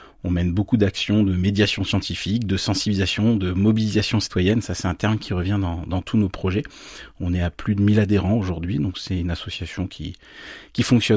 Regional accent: Saint-Brieuc, Brittany, France; Moi, je suis natif du pays de Saint-Brieuc. J'ai toujours vécu en bord de mer.

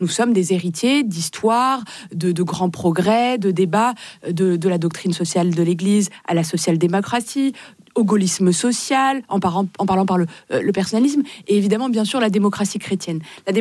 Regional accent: Morocco; now in France; Moi, j'ai grandi au Maroc, dans un pays multiculturel, où musulmans, juifs, chrétiens, pour le coup, vivent ensemble

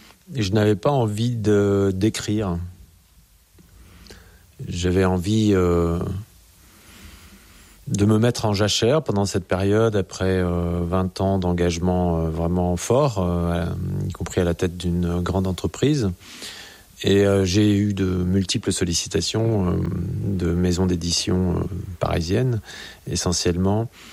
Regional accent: Grenoble, Auvergne-Rhône-Alpes, France; born there; puisque je suis né à Grenoble, donc il y avait le sapet, des plateaux autour de Grenoble.

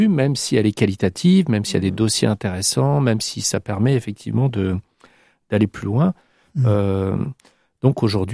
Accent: France; chez nous en France

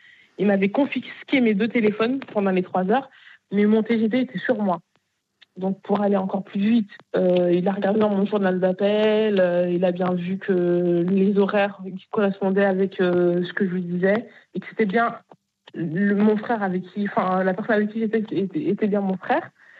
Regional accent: Bagneux, Île-de-France, France; Parce que moi, je viens de Bagneux.

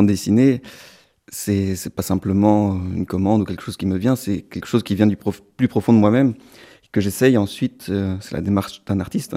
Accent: Provence-Alpes-Côte d'Azur, France; je passais de la lumière aux ténèbres quand on vient de Provence.

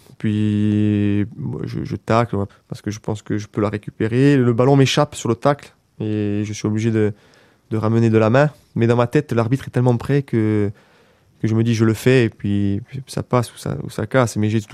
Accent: Corsica, France; peu importe où on va chez nous, on est Corse.

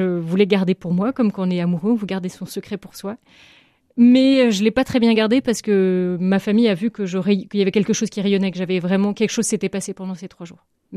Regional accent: Lannion, Brittany, France; J'ai grandi dans les Côtes d'Armor, donc voisine d'ici, à Lannion, dans une famille chrétienne pratiquante, famille nombreuse.

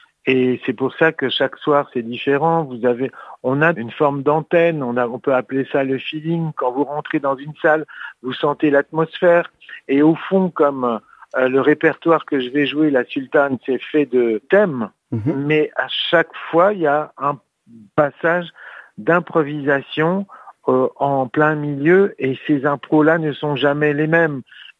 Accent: Lyon, Auvergne-Rhône-Alpes, France; born there; moi je suis né à Lyon

